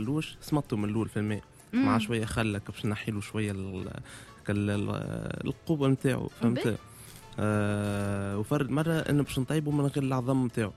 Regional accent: Tunis, Tunis Governorate, Tunisia; born there; أنا تولد في تونس الحقيقة

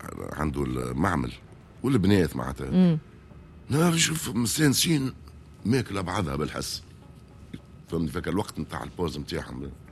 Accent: Tunisia; استعملنا الدارجه التونسيه نتاعنا دارجتنا التونسيه

